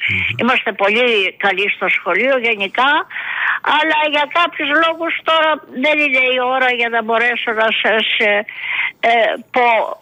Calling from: Kopanaki, Peloponnese, Greece; και εγώ είμαι από το Κοπανάκι.

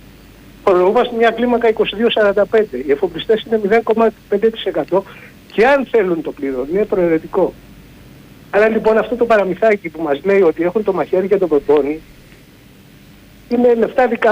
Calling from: Aigaleo, Attica, Greece; είμαι από Εγάλεο.

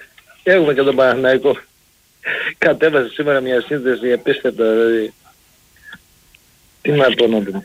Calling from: Germany; από Γερμανία.

